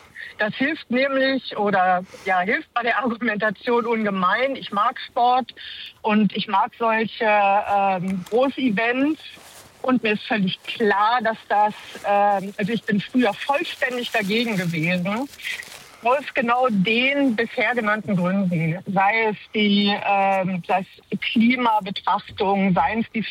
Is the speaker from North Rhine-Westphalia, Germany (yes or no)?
no; Hamburg, Germany; aber ich bin ja auch Hamburgerin